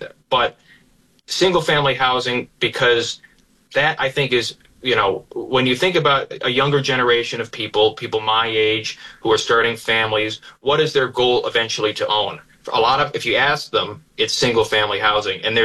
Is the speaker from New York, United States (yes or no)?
yes; Lyons, New York, United States; where I grew up in Lyons